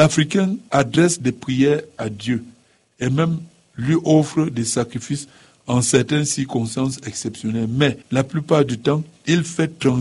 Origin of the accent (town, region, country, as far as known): Tonga, West, Cameroon